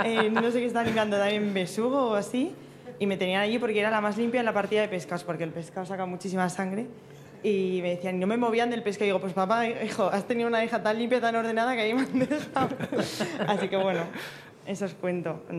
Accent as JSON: {"language": "Spanish", "town": "Huesca", "region": "Aragon", "country": "Spain", "tie": "born or raised there", "moved": "as an adult", "lives_now": "Madrid, Spain", "said": "yo soy de Huesca"}